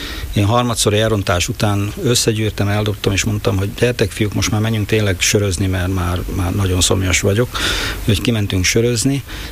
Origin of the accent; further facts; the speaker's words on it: Hungary; én itthon vagyok, innen származom, mondhat bárki bármit, én szeretem ezt a vidéket.